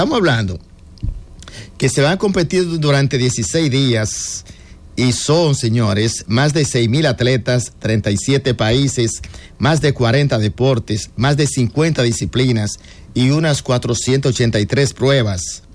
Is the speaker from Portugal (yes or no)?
no; Dominican Republic; nosotros como República Dominicana